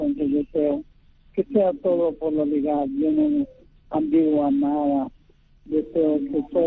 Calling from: Chiclayo, Lambayeque, Peru; Estoy llamando de Chiclayo.

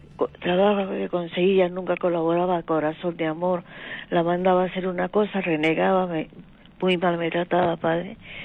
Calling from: Rímac, Lima, Peru

